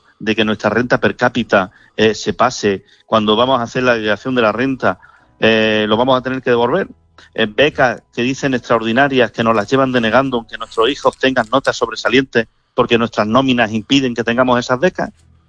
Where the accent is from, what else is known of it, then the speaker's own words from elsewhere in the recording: Torres de Albanchez, Andalusia, Spain; Mi pueblo es Torres de Arbanchés